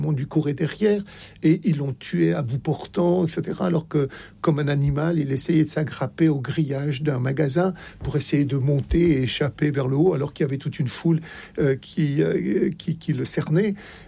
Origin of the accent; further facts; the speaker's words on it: Oran, Oran Province, Algeria; Oui, bien sûr. Mm-hmm. Et donc, j'ai été pendant la guerre d'Algérie. J'ai vu un peu les horreurs aussi pendant la guerre d'Algérie.